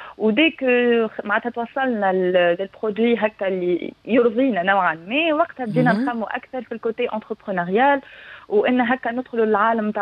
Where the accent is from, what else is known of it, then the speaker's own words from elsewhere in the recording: Tunisia; اللي عندنا في تونس